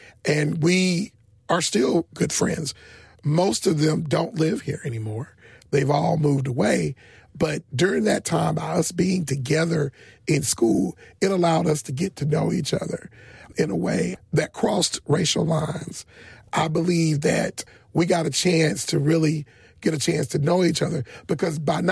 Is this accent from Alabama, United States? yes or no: yes; Selma, Alabama, United States; I had an opportunity to grow up in Selma during one of its best times. When I grew up here, the school system was integrated. So I went to school from the 80s to the early 90s here in school in Selma.